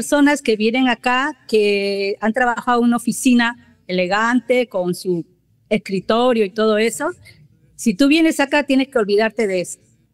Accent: Bellavista, Callao, Peru; born there; En Bellavista, en el Callao, y corría

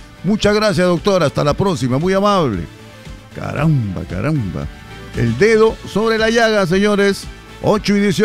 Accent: Loreto, Peru; Somos de Loreto.

